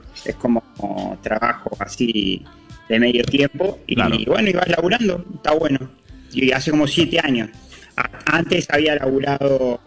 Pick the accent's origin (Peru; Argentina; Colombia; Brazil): Argentina; La Plata, Buenos Aires Province; La Plata, soy de La Plata.